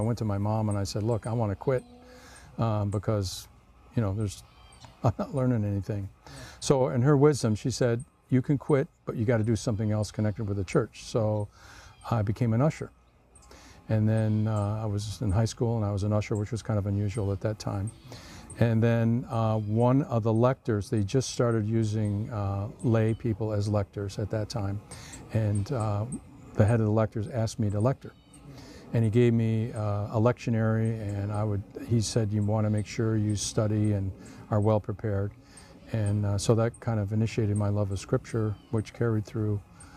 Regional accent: Michigan, United States; and I'm from Michigan originally, and kind of the rest is history.

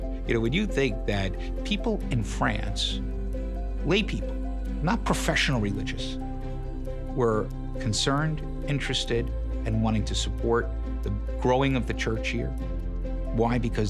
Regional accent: United States; As an American

